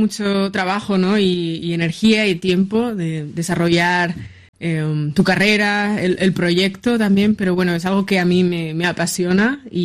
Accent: Huesca province, Aragon, Spain; estoy muy profundamente orgullosa, ¿no?, de mis orígenes, de mis raíces y de Orillena, de Castejón de Sos, de La Naja, ¿no?, de todos estos increíbles pueblos en los que he podido crecer.

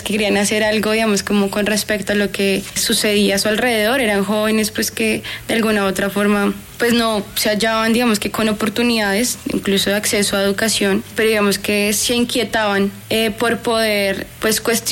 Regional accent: Bogotá, Colombia; Viví y crecí en el Codito toda mi vida

